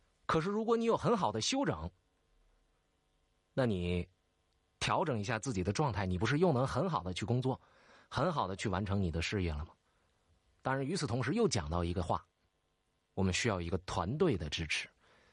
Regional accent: Northeast China, China; accent: Northeastern

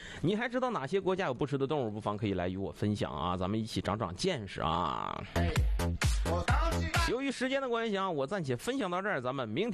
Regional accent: China

